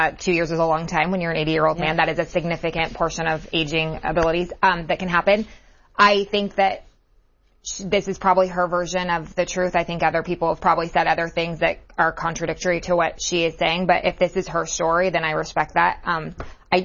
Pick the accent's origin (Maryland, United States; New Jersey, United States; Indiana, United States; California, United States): California, United States; I'm from California. My mom lives in California.